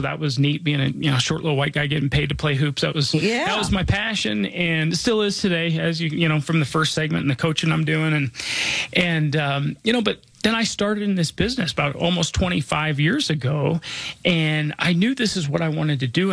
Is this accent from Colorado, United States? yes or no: yes; Denver, Colorado, United States; I was born and raised here in Denver.